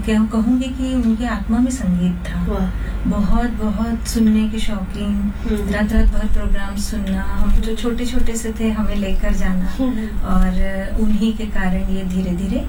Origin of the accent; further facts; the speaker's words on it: Madhya Pradesh, India; तो मुझे अच्छा लगता है कि मैं ऐसी नगरी से हूँ जहाँ से इतने बड़े बड़े आर्टिस्ट निकले हैं. सो मध्य प्रदेश जो है उसको तो भारत का हृदय कहा जाता है